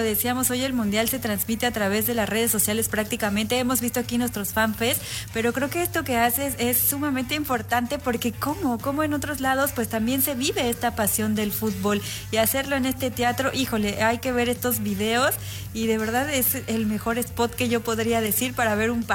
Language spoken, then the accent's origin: Spanish; Mexico